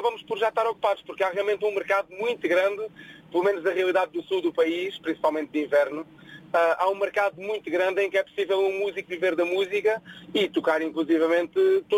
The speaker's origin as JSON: {"language": "Portuguese", "town": "Santiago do Cacém", "region": "Alentejo", "country": "Portugal", "said": "Sou de Santiago do Cacém."}